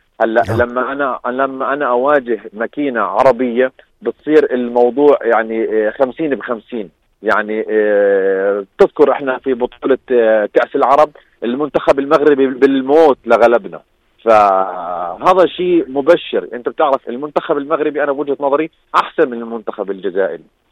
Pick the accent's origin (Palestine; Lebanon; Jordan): Jordan